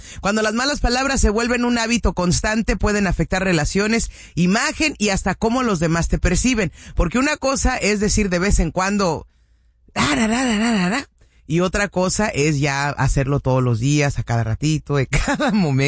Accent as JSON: {"language": "Spanish", "town": "Cuernavaca", "region": "Morelos", "country": "Mexico", "said": "Poquito me identifico, soy de Cuernavaca, Morelos, pues casi, soy chilanguita."}